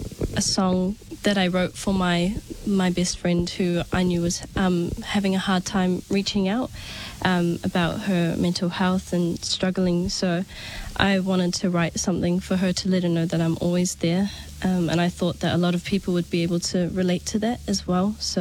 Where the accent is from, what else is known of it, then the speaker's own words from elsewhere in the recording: Auckland, New Zealand; my mum was born here in New Zealand in Auckland, and I was also born and raised in West Auckland.